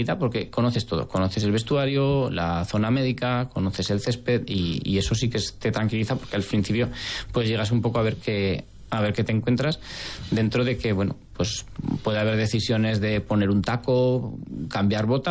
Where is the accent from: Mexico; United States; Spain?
Spain; Huesca, Aragon; yo soy muy de Huesca